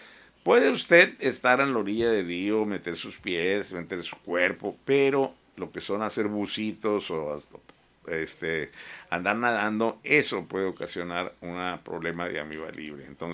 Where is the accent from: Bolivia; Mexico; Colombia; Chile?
Mexico; Baja California; sabemos que hay pocos sitios en el Valle de Mexicali, y es una tradición de la gente que somos del Valle